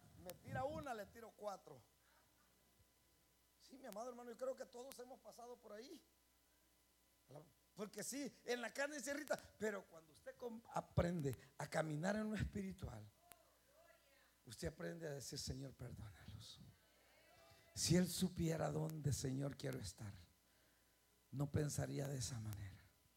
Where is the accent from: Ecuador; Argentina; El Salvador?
El Salvador; moved away; Allá en mi tierra se llamaba Mazinger